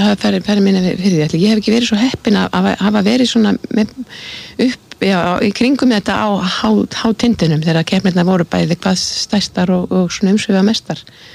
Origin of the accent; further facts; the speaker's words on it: Western Region, Iceland; ég uppalinn í Borgarfirði og á þrjú sískinni og foreldra